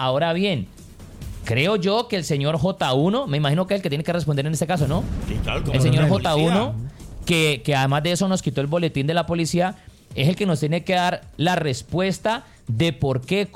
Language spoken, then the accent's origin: Spanish; Colombia